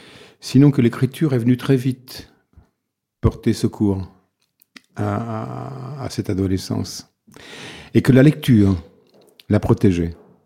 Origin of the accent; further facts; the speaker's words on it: Le Creusot, Bourgogne-Franche-Comté, France; born there; je suis né au Creusot, qui est une petite ville qui a eu une heure de gloire dans la métallurgie au début du XXe siècle. J'habite en ce moment à 10 km de cette ville.